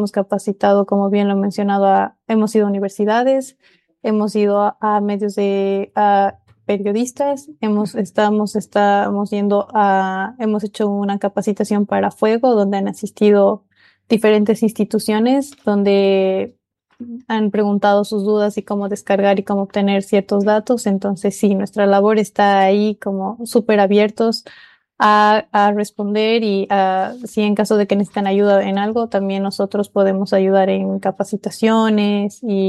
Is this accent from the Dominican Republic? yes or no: no; Bolivia